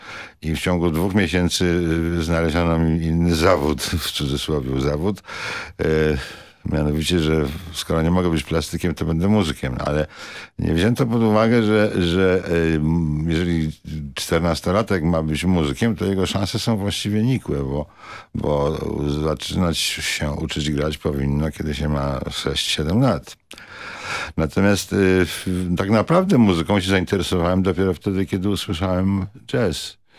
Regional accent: Kraków, Lesser Poland, Poland; also born or lived in Warsaw; a w ogóle rodzina nie krakowska, tylko warszawska. Ja jestem uformowany, jakby to można teraz powiedzieć, nie sformatowany w Krakowie, bo tam od 5 roku życia przebywałem. Po prostu wysiedlono nas z Warszawy.

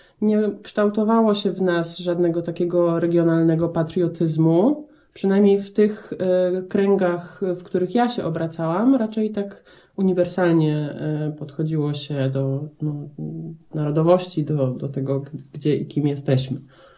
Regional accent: Opole, Opole Voivodeship, Poland; czułam się po prostu opolanką, jeśli mogę tak powiedzieć, ale też, też po prostu Polką, tak ogólnie.

